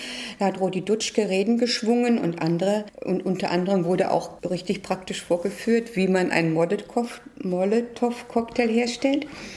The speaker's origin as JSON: {"language": "German", "region": "Berlin", "country": "Germany", "tie": "born there", "said": "Ja, ich bin in den Luftschutzräumen der Reichskanzlei geboren, in der Vossstraße."}